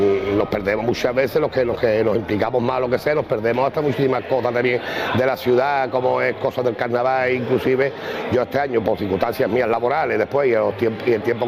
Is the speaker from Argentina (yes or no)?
no; Cádiz, Andalusia, Spain; porque además es que yo soy de Mentidero, o sea que es de mi barrio.